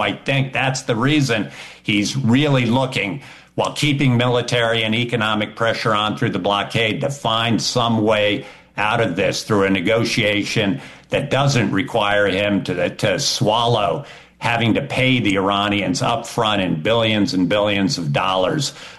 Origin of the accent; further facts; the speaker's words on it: United States; Listen, I, as an American citizen